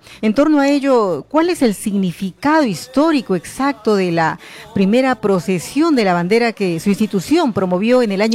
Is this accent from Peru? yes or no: yes; Peru; nosotros como peruanos